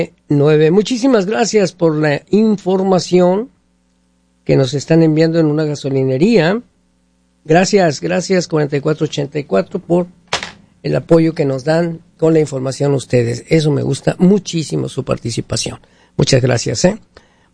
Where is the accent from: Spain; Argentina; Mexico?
Mexico; now in Seattle, United States; todos somos de México aquí en el Rey 1360